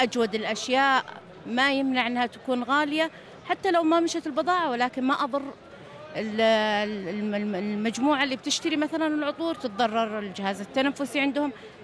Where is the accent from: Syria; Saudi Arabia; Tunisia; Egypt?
Saudi Arabia; بريحة العطور الشرقية العربية يعني المستمرة عندنا في المملكة العربية السعودية، وهذا فخر أولا لدولتنا